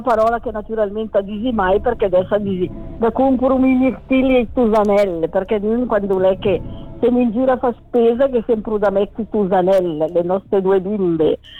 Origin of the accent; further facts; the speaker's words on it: Ticino, Switzerland; io dico nel mio paese, in Valle Morobbio, dicevamo.